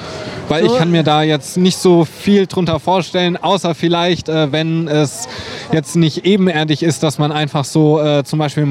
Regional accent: Bensheim, Hesse, Germany; ich komme ja nicht aus Darmstadt, ich komme aus Bensheim

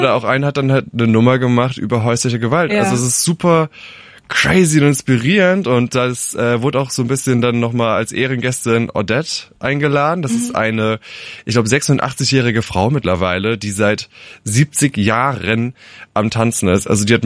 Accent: Rhineland-Palatinate, Germany; als kleiner Junge in einem 400-Einwohner-Dorf mit 20% AfD aufzuwachsen

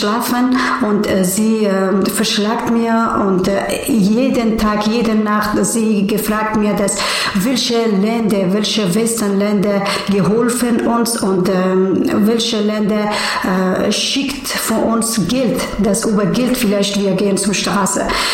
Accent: Kabul, Afghanistan; German is a second language; Ich komme aus Afghanistan und ich geboren in Kabul, Hauptstadt von Afghanistan.

